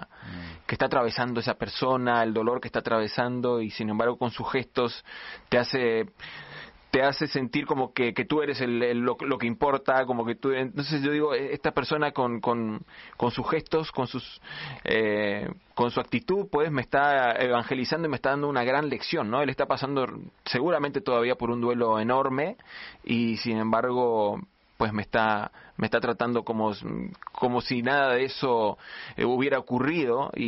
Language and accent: Spanish; Argentina; acentos resultan en este acento tan complejo. Sí. Confuso que traigo, que nunca nadie identifica que soy argentino.